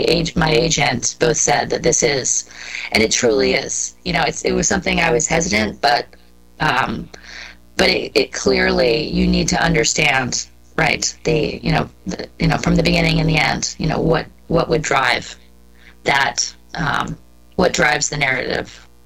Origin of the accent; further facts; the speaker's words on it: Washington, District of Columbia, United States; I grew up in Washington, D.C.